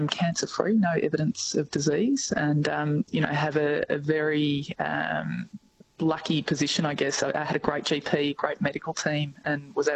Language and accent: English; Woodend, Victoria, Australia; And I'm from Woodend myself, so certainly have a deep appreciation for what it's like coming from a regional community.